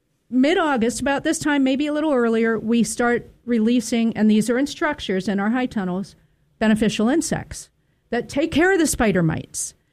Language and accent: English; Baltimore, Maryland, United States; moved away; I grew up with on the East Coast in Baltimore